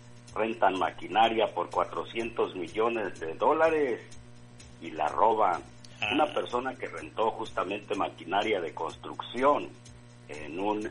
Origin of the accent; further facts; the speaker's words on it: Mexico; now in United States; nosotros como mexicanos migrantes acá en suelo de los Estados Unidos